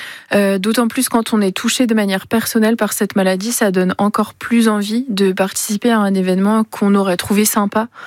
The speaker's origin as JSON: {"language": "French", "area": "Mayenne", "region": "Pays de la Loire", "country": "France"}